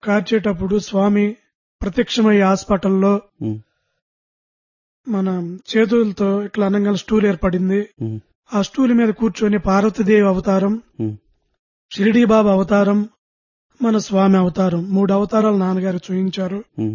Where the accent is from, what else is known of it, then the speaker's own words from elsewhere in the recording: Guntur district, Andhra Pradesh, India; మాది ఆంధ్ర రాష్ట్రం గుంటూరు జిల్లా తెనాలి మండలం నందివేలు గ్రామ వాస్తవ్యులు.